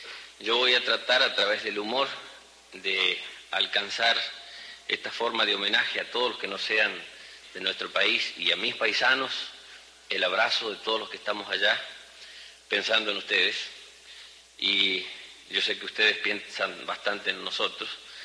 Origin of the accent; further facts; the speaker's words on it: Chaco, Argentina; ya que no soy yo de Buenos Aires, sino yo soy de una provincia, se llama Chaco, que está en el noreste.